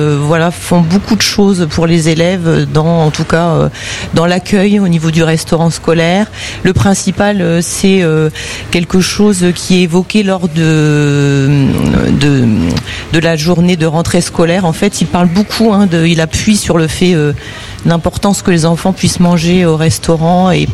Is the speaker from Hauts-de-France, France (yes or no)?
yes; Hauts-de-France, France; Je viens de la région du Nord.